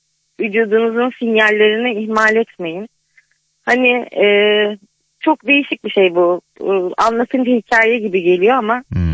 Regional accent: Kuşadası, Aydın, Turkey; also born or lived in Kars; Yani çok uzun yıllardır buradayım. 6 yaşından beri şu anda 45 yaşındayım. Aa, artık buralıyım diyebilirim. Ama aslen Karslıyım.

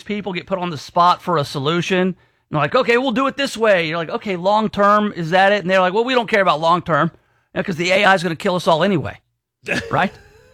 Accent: Memphis, Tennessee, United States; my hometown

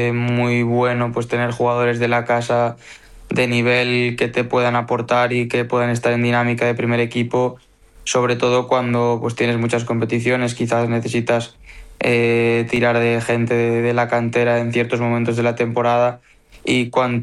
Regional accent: Pamplona, Navarre, Spain; now in Pontevedra, Spain; No, en Galicia y en Pamplona de donde vengo, pues el clima es un poco más fresquillo, pero bueno.

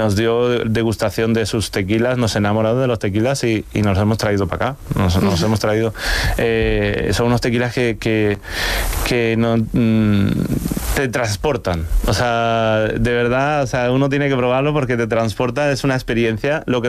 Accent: Spain; yo siempre digo, soy español, pero yo creo que tengo corazón latino, porque me encanta la salsa, me encantó, yo quería quedarme, me quería quedar vivir en México, o sea, yo soy muy latino

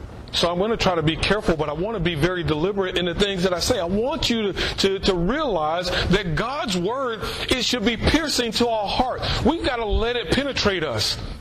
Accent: Jacksonville, Florida, United States; I was born here. I was born in Jacksonville, Florida.

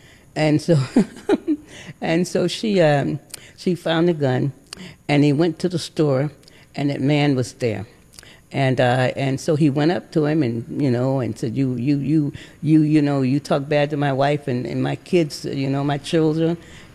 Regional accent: the South, United States; And that's how we heard black music growing up in the South.

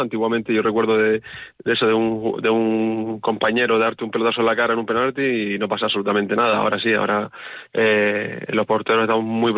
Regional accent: Canary Islands, Spain; moved away; also born or lived in Pontevedra; soy canario y canarión

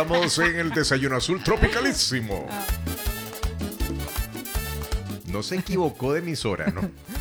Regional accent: Alajuela, Costa Rica; a mí me criaron en Alajuela

